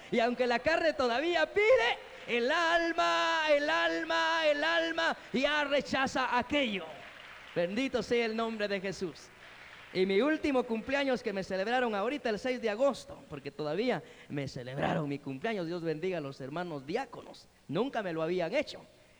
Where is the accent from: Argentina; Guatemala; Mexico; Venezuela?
Guatemala; born there; moved away; Y ahí crecí yo. Y los que ya conocen mi casa saben que mis papás viven en una casita de adobe allá en el pueblo.